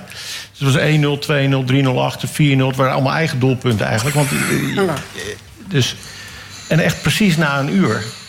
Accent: Beverwijk, North Holland, Netherlands; ik kom gewoon uit Achthoog achter uit Beverwijk vandaan.

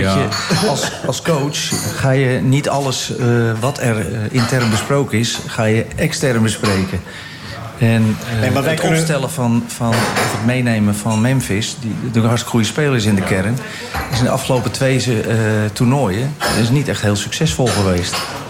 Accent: Netherlands; want wij als Nederlanders hebben daar last van als we wissel zijn.

